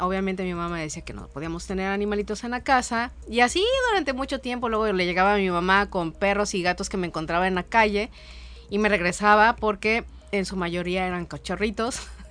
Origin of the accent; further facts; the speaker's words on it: Atoyac de Álvarez, Guerrero, Mexico; yo crecí en Atoyac de Álvarez. Yo tenía nada más contacto con animales muy grandes como caballos, vacas